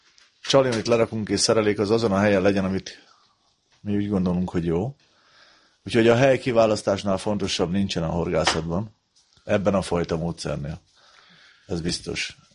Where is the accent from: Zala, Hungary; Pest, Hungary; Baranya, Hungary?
Zala, Hungary; Keszthely; A Balaton az mindenképpen keszthelyiek vagyunk, meg hévizek, úgyhogy Balatonpartig.